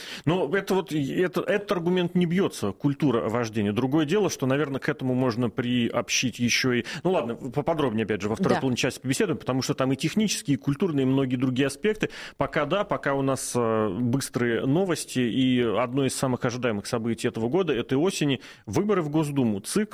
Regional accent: Moscow, Russia; я из Южного Чертаново, мой район, он исторически как-то экспериментальный в плане электронных различных штук

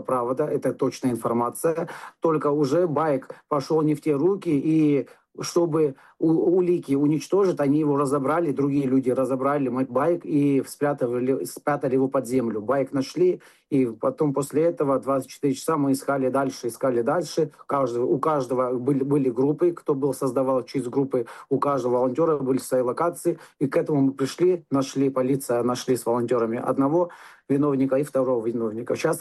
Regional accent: Sochi, Krasnodar Krai, Russia; moved away as an adult; я работаю в туризме здесь уже 3 года, я из Сочи приехал сюда.

